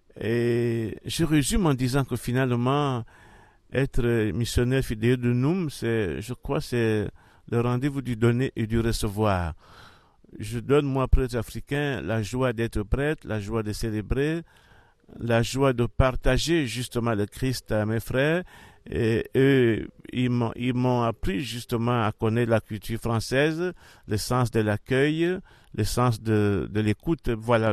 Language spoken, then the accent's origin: French; Libreville, Estuaire, Gabon; Donc je suis prêtre originaire du diocèse de Libreville.